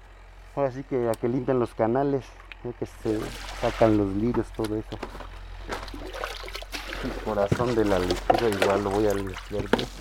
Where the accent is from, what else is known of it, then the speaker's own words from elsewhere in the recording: Hidalgo, Mexico; moved away; Soy estado de Hidalgo. Allá nos dedicábamos lo que es la... lo que es el maíz, el frijol y también café.